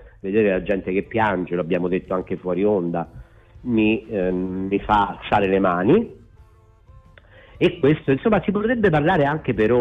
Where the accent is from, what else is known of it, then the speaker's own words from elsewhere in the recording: Rome, Lazio, Italy; moved away; io sono di Roma, vivo a Roma e poi mi sono anche trasferito